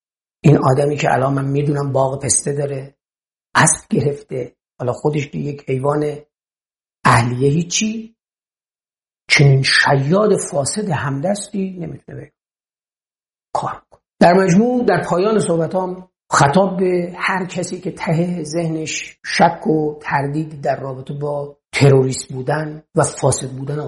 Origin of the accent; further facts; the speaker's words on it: Gilan, Iran; بچه گیلانم